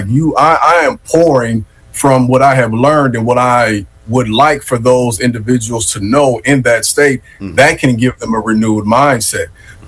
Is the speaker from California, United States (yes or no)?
no; Chicago, Illinois, United States; When I was growing up in Chicago in the 90s